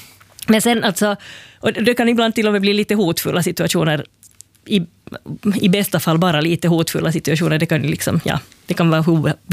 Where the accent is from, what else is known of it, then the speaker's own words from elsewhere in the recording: Finland; Och så berättade jag att jag var från Finland.